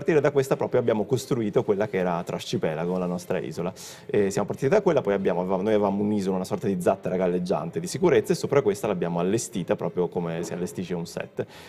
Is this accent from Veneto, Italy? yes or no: yes; Verona, Veneto, Italy; now in Milan, Italy